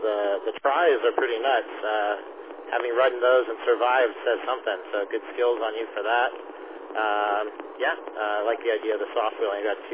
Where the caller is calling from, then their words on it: San Diego, California, United States; in San Diego.